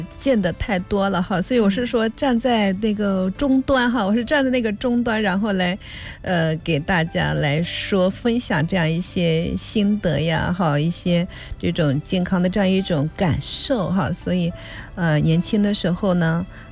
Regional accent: southern China, China; now in Shandong, China; 新山东人哈，不能叫不是山东人，已经做山东人很久好多年了。那我是南方人是吧，

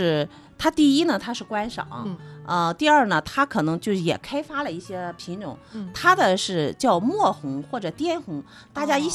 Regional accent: Pingyin, Shandong, China; 我的家乡是平阴

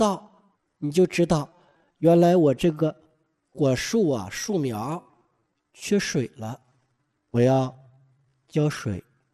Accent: China; 因为我们中国人就爱补，就喜欢补肾，

